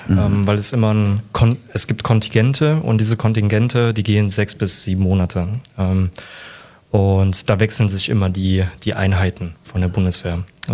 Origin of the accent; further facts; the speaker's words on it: Frankfurt, Hesse, Germany; Ich meine, ich komme aus Frankfurt und wir haben hier keine Berge.